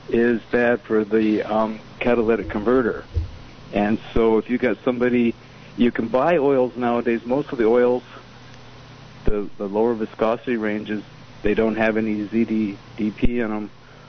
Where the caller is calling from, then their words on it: San Juan Bautista, California, United States; Hi, Tim and Michelle. … from San Juan Bautista.